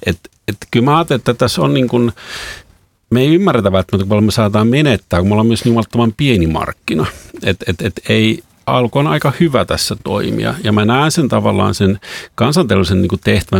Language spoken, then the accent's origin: Finnish; Germany; now in Finland; mähän olen syntynyt ja asunut Saksassa pitkään. Että mä olen tavallaan se, että keski-eurooppalaisen kulttuurin kasvatti.